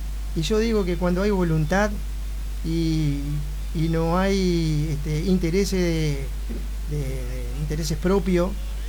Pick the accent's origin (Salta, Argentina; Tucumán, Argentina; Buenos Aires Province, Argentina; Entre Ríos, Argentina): Entre Ríos, Argentina; Concordia; como concordiense y vecino de mi ciudad